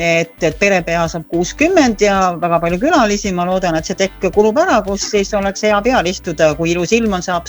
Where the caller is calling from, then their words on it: Pärnu County, Estonia; siin Pärnu maakonnast, kus te mind kätte saite, hetke tagasi paistis päike, praegu on pilves ja just tulin aiatöödelt, elan maapiirkonnas ja oman aiamaad.